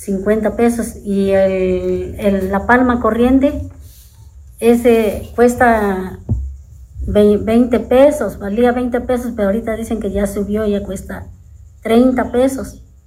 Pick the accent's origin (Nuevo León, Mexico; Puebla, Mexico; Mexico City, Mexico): Puebla, Mexico; Santa Ana Tepejillo; mi pueblo, de Santa Ana Tepejillo, Puebla. Aquí en mi pueblo tejemos sombreros. Desde pequeñitos, desde edad de 7 años, de 8 años, empezamos a tejer sombrero.